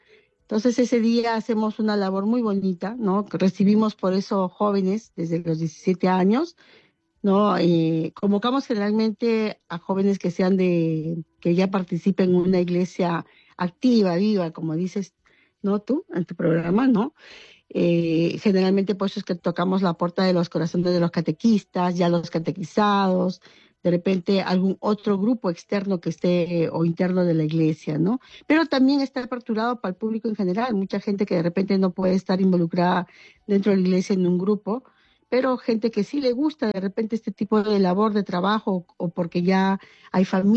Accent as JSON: {"language": "Spanish", "country": "Peru"}